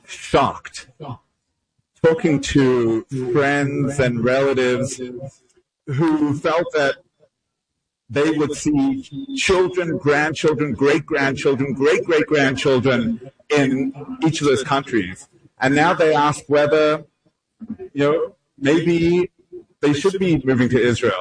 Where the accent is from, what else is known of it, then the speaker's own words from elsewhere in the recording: Australia; also born or lived in United Kingdom; I was born in the UK. I grew up in Australia.